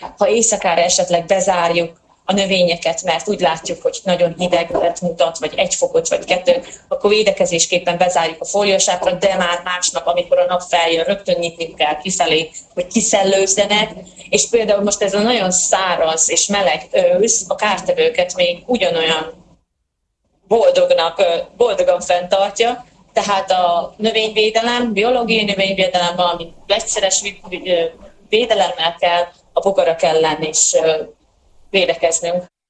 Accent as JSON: {"language": "Hungarian", "region": "Zakarpattia Oblast", "country": "Ukraine", "said": "kárpátaljaiak vagyunk"}